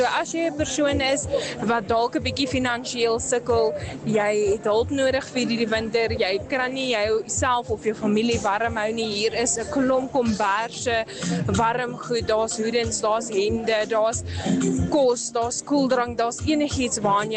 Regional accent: Namibia

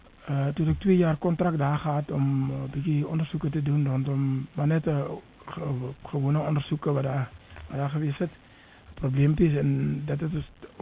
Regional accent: Rehoboth district, Hardap, Namibia; In die Rehoboth distrik. Okay. Daar na by Kleinhoop is een plek met die naam van Witkrans.

